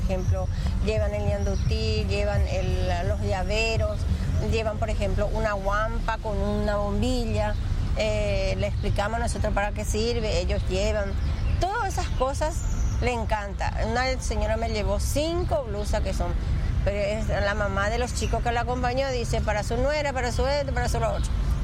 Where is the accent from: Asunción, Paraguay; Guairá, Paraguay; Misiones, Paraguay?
Guairá, Paraguay; Yataity; Yo inclusive tengo las mantillas de la Opoí auténtico porque es de mi pueblo, de Yataití.